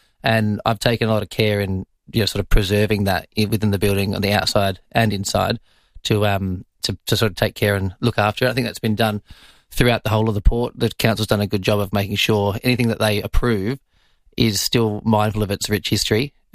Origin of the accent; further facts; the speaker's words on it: Woodville, South Australia, Australia; I grew up in Woodville.